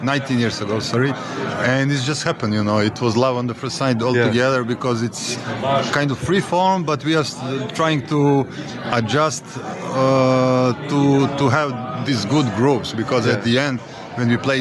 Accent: Belgrade, Serbia; English is a second language; coming from Serbia, Belgrade, so Balkan area of the Europe, south of Europe.

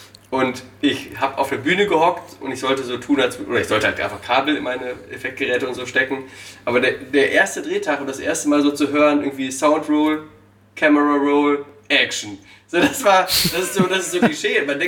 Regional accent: Osnabrück, Lower Saxony, Germany; Also ich komme aus Osnabrück, Norddeutschland.

